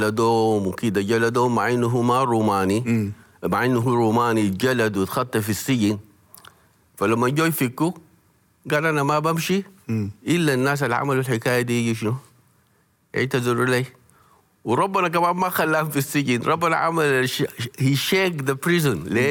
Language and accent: Arabic; Sudan